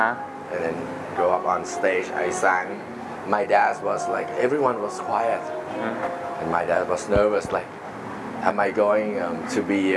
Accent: Thailand; accent: Thai; English is a second language; moved away; also born or lived in Philippines; And my accent is like Thai.

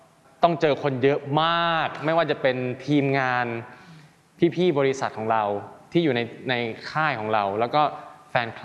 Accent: Isan, Thailand; เราเป็นคนแบบนี้นะเราชอบแบบนี้เราเป็นคนอีสานเราก็พูดอีสานไปเลย

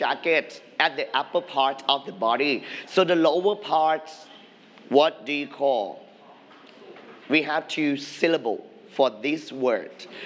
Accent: Thailand; I'm from Thailand, right? So I'm Thai.

